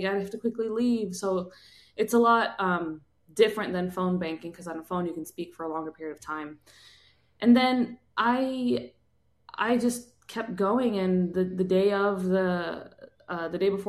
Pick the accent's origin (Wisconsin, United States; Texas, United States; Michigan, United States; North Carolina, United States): Michigan, United States; this is my home state.